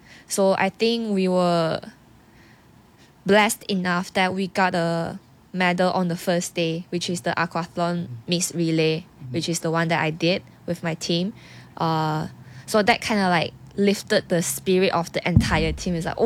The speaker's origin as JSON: {"language": "English", "region": "Sarawak", "country": "Malaysia", "said": "I think maybe because I'm from Sarawak kot."}